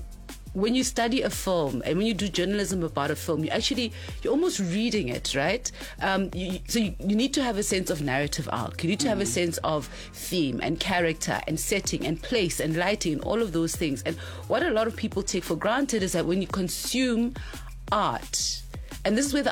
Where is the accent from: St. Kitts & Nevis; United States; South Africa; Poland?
South Africa; No, I'm from South Africa. So I'm an arts journalist. Not entertainment, arts.